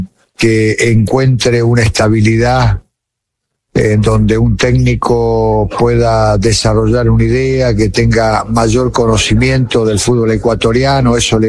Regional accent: Argentina; no solamente como argentino

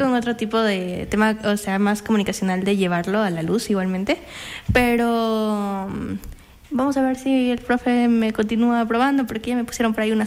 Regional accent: Loja, Ecuador; moved away; Yo soy de Loja.

